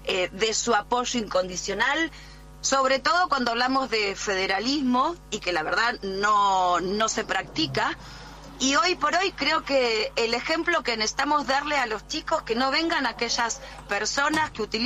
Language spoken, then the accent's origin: Spanish; Rosario, Santa Fe, Argentina; Entonces, como rosarina, como concejal del PRO, tuve la necesidad de poner en valor las palabras de Manuel Belgrano, desde un orgullo que me nace por ser nacida y criada en mi preciosa Rosario.